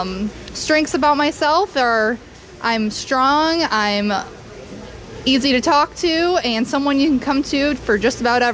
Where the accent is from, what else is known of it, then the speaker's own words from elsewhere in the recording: Marseilles, Illinois, United States; moved away as an adult; now in Kankakee County, United States; I'm from LaSalle County, small town of Marsales. I was born and raised there